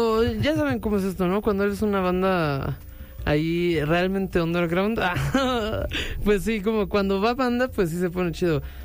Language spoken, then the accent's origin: Spanish; Mexico City, Mexico; Yo también soy del norte, yo soy de Coatepec, Barrio Alto, del reclusorio norte.